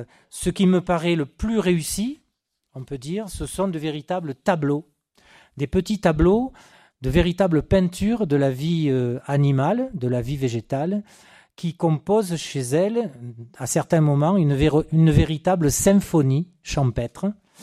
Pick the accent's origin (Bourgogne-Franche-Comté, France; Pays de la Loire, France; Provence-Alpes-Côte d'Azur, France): Provence-Alpes-Côte d'Azur, France; chez nous en Basse-Provence